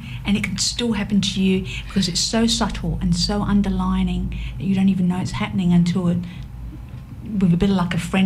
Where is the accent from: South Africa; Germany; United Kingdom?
United Kingdom; England; I'm English.